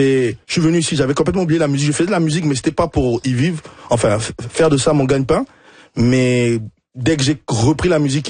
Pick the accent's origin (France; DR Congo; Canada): DR Congo; moved away as an adult; also born or lived in United States; C'est partie prenante de la vie chez nous au Congo.